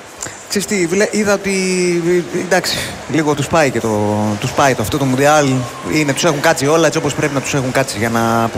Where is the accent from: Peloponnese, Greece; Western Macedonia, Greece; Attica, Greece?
Attica, Greece; Athens; also born or lived in Paros; Κάποια χρόνια, τα παιδικά μου χρόνια τα πέρασα στην Αθήνα και το τελείωμα των σχολικών μου ετών το πέρασα στην Πάρο.